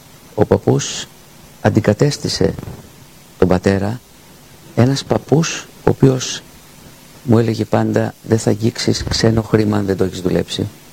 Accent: Athens, Attica, Greece; born there; Είχε πάει η μάνα μου στην Αθήνα για να τον δει και γεννήθηκα στην Αθήνα.

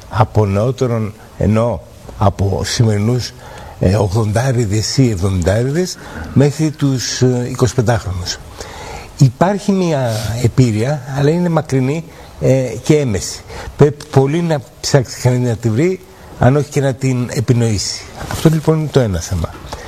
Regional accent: Athens, Attica, Greece; also born or lived in Pagkrati; Στο Βύρονα. Στο Βύρονα, μεγάλωσα στο Βύρονα και έζησα τα παιδικά μου χρόνια και την πρώτη μου νιώτα στο Παγκράτη.

